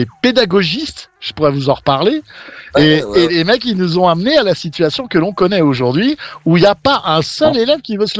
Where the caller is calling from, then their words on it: Fontainebleau, Île-de-France, France; Non, moi, je suis à Fontainebleau.